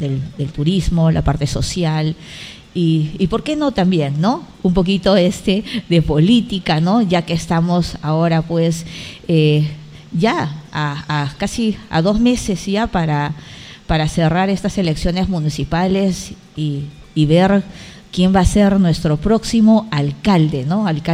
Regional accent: San Martín, Peru; Soy del Dorado, soy sisina.

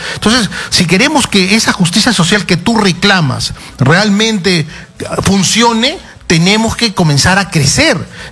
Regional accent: Peru; De verdad, eso a mí me preocupa como peruano. No podemos seguir en esta inestabilidad política, ¿cierto?

